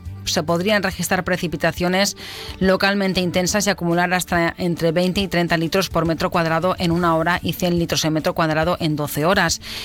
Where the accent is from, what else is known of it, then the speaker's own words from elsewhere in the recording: Valencian Community, Spain; lo que tenemos los valencianos para adelante es que a veces soltamos alguna llegona de estas